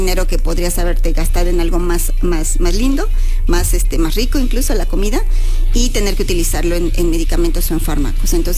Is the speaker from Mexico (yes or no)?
yes; Mexico; como mexicanos tenemos al menos el 30% de la población mexicana adulta tiene deficiencia de vitamina D.